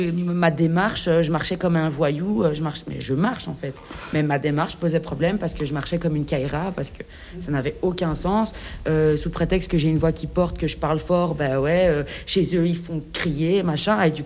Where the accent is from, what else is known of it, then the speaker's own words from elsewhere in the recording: Belgium; first language French; moi j'ai grandi en Belgique, je parle que français. Enfin, à l'époque, je parlais que français.